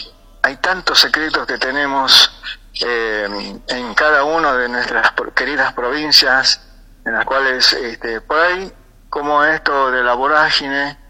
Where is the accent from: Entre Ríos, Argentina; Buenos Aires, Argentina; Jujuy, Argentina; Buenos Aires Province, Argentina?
Jujuy, Argentina; San Pedro de Jujuy; moved away; Soy jujeño.